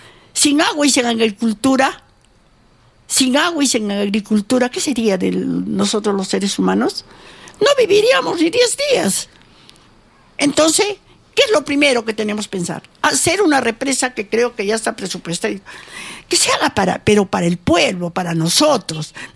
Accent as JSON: {"language": "Spanish", "country": "Peru", "said": "nosotros somos peruanos."}